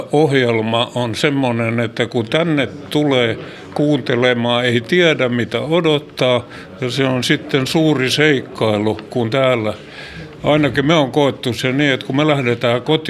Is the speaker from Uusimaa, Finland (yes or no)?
yes; Helsinki, Uusimaa, Finland; Mä oon syntynyt täällä Töölössä ja viettänyt lapsetta ja nuoruuttani.